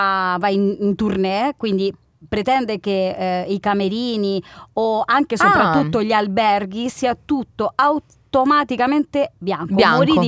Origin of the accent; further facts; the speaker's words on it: Catalonia, Spain; moved away; Pensa che nella mia terra, in Catalunia